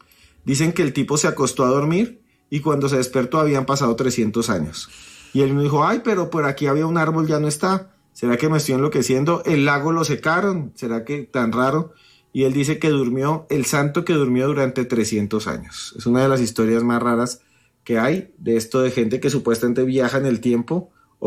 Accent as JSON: {"language": "Spanish", "town": "Charalá", "region": "Santander", "country": "Colombia", "tie": "born or raised there", "said": "en Charalá, Santander, pueblo de donde soy originaria, mi familia"}